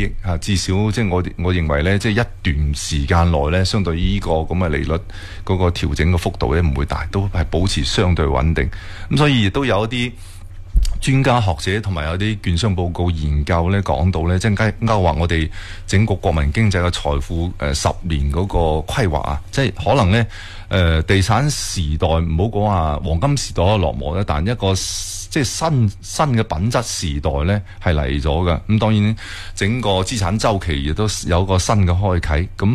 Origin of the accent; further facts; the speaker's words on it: Foshan, Guangdong, China; 以前我哋即系以传统嘅禅城区啊，可能佛山人咧